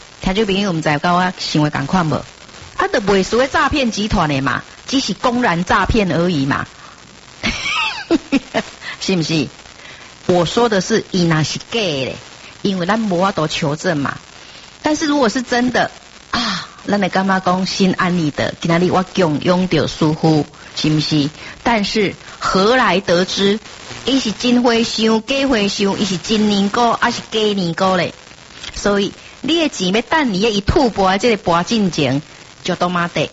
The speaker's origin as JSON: {"language": "Chinese", "country": "Taiwan", "said": "就是我们台湾人比较有那种心存敬意的概念"}